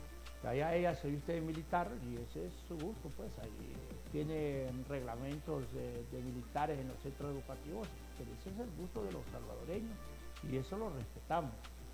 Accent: Honduras; Yo soy hondureño, mi familia es hondureña.

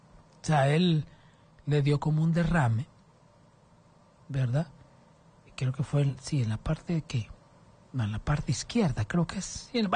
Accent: Honduras; yo soy de la Concordia, viví en el sitio

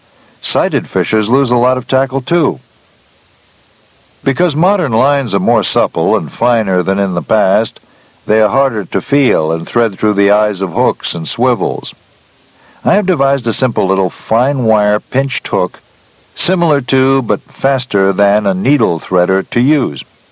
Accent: Michigan, United States; My dad often took my brother Jim and me fishing when we were growing up in Michigan

